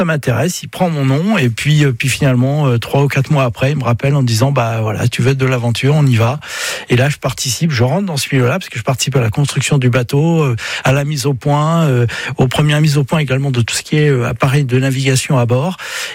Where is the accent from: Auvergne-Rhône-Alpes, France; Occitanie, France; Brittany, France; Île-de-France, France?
Brittany, France; je suis breton, et puis je le ressens. profondément.